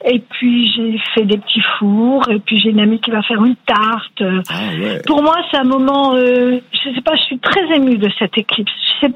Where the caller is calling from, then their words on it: Île-de-France, France; De Seine-et-Marne, d'un petit village à côté d'Esbly en Seine-et-Marne.